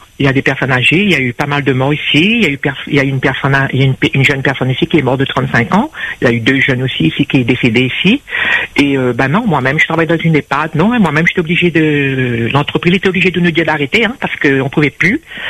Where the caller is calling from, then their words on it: Montpellier, Occitanie, France; Moi-même, j'habite à Montpellier, dans le sud de la France. Il y a la mer, il y a tout autour de moi.